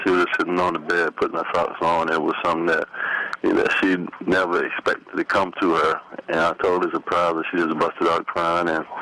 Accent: Virginia Beach, Virginia, United States; I thought growing up in Virginia Beach and playing basketball on the corner and hanging out on the corner was the life.

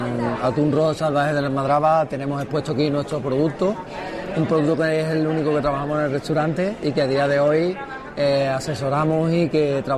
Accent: Barbate, Andalusia, Spain; Yo en Cádiz, yo soy de Barbate, para empezar

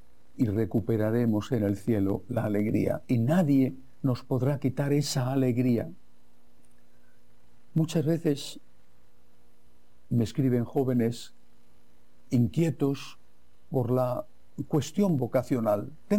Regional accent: Madrid, Community of Madrid, Spain; moved away; San Isidro Labrador, el santo patrono de mi ciudad natal, de Madrid, un día de fiesta para todos los madrileños, aunque, como es mi caso, estemos lejos.

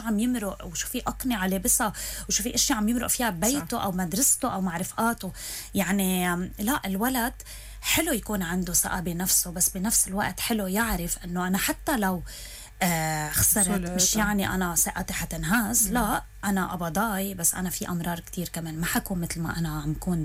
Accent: Lebanon; نحن كمجتمع لبناني

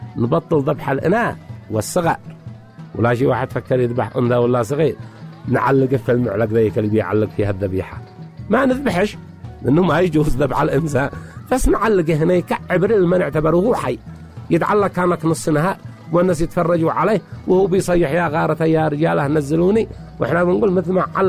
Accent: Yemen; عندنا في اليمن.

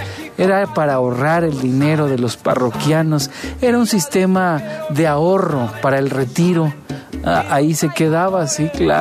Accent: Mexico; en este pueblo mexicano

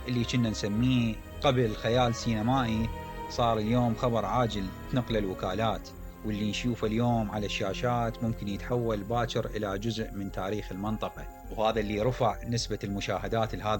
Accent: Iraq; نشعر إحنا كعراقيين

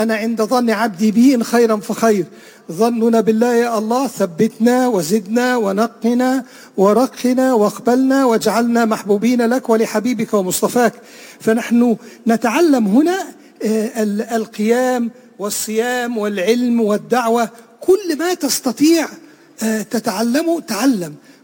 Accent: Egypt; أنا من مصر، كان عندنا في السافل الأسكندرية سيدي أبي العباس المرسي.

